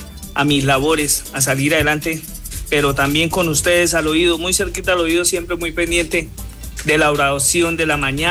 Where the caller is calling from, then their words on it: Bucaramanga, Santander, Colombia; de Bucaramanga en el barrio por venir.